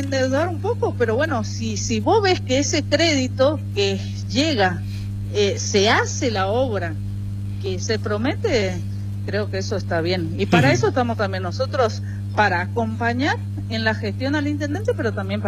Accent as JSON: {"language": "Spanish", "town": "San Pedro", "region": "Misiones", "country": "Argentina", "said": "entonces no te vayas a mi pueblo, a San Pedro"}